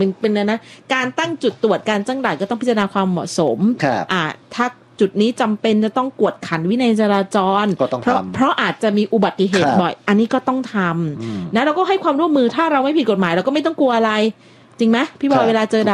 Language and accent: Thai; Pattani, Thailand; now in Bangkok, Thailand; ส่วนดิฉันถึงแม้อาศัยอยู่ในกรุงเทพแต่ดิฉันก็มีความเป็นคนปัตตานี